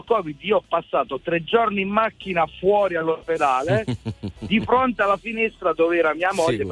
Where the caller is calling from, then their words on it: Bari, Apulia, Italy; Io in questo momento sono in direzione Milano, sono un autista, ma sono di Bari.